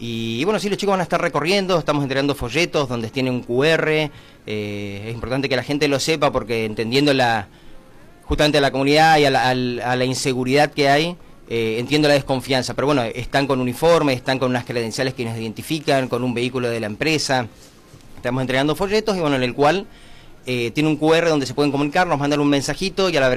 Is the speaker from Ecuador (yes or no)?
no; Misiones, Argentina; now in Goya, Argentina; yo soy oriundo puntualmente de Misiones en realidad, pero Misiones, estoy viviendo en Goya hace muchos años.